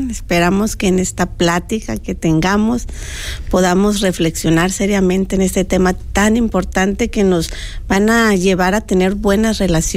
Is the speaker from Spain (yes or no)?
no; Ciudad Obregón, Sonora, Mexico; moved away as an adult; now in Montemorelos, Mexico; Yo nací en la capital del mundo, le digo yo, en Ciudad Obregón, Sonora. Okay. Allá soy originaria, aunque ya tengo bastante tiempo viviendo aquí en Montemorelos. Me vine a estudiar la carrera de licenciada en educación primaria.